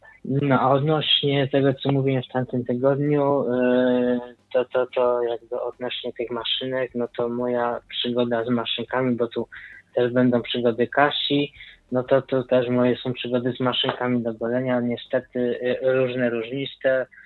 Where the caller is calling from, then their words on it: Jaworzno, Silesian Voivodeship, Poland; tutaj u nas w Jaworznie